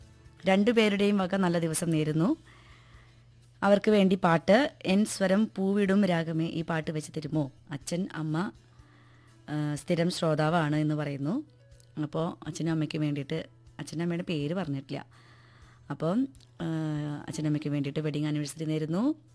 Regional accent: Vypin, Kerala, India; വൈപ്പിനിൽ നിന്നാണ്.

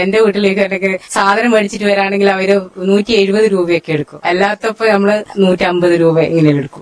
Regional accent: Kerala, India; ഞാൻ ജനിച്ചത് വളർന്നത് ഇവിടെ തന്നെ.

